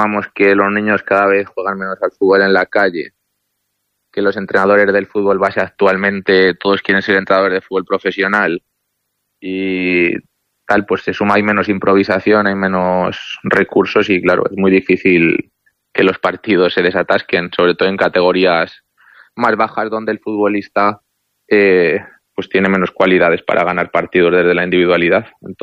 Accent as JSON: {"language": "Spanish", "town": "Ávila", "region": "Castile and León", "country": "Spain", "tie": "born or raised there", "said": "Al final soy de la Navarra del Marqués, pero he nacido en Ávila, he ido al colegio en Ávila. Y bueno, y tengo muchos amigos en la ciudad."}